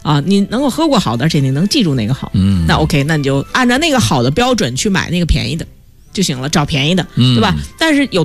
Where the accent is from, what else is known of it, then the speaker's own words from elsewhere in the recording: China; 对于我们中国人来说